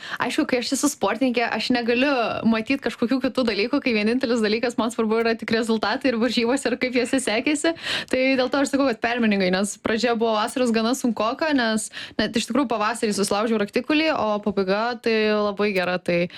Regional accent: Ignalina, Utena County, Lithuania; aš kilusi iš Ignalinos

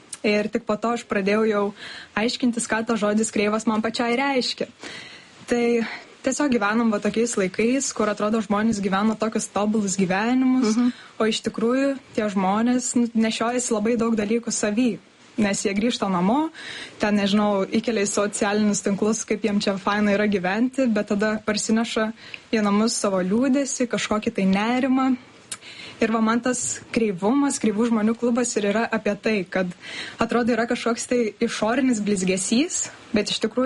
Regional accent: Kaunas, Kaunas County, Lithuania; Tai aš iš Kauno tiesiog norėjau bė

